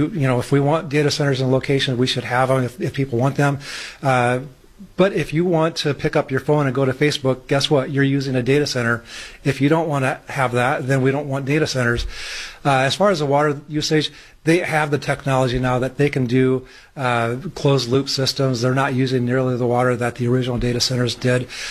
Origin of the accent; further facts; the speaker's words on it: Iowa, United States; I grew up in Iowa, and so I stayed there a good portion